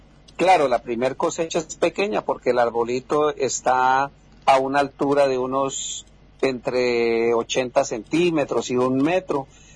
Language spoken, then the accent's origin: Spanish; Pitalito, Huila, Colombia; la región de donde soy yo, que es Bruselas, que es un corregimiento que pertenece a Pitalito y es la zona cafetera por excelencia.